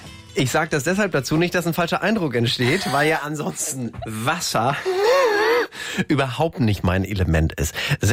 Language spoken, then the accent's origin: German; Lower Saxony, Germany; Also ich würde auf keinen Fall jetzt hier in den See springen bei uns in Niedersachsen.